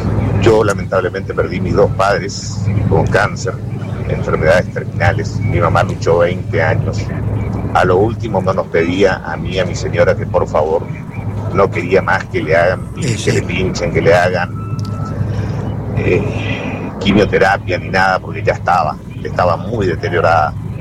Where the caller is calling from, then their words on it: Curuzú Cuatiá, Corrientes, Argentina; soy de Cruzucuatía, Corrientes. En este momento, bueno, en un camión acá en la provincia de Buenos Aires.